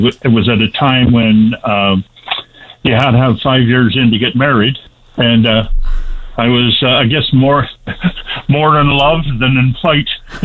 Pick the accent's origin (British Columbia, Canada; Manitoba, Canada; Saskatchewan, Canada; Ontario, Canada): Ontario, Canada; Sault Ste. Marie; now in Meaford, Canada; Yes, I'm from Sault Ste. Marie.